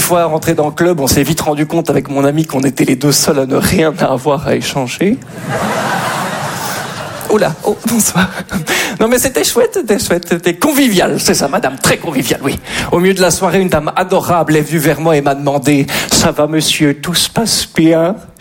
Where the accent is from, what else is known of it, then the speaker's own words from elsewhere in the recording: Belgium; je suis belge.